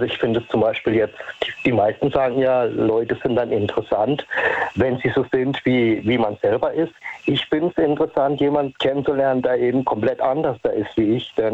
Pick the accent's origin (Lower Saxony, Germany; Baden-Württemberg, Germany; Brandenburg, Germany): Baden-Württemberg, Germany; Lichtenau; Ich komme aus Lichtenau in der Nähe von Baden-Baden.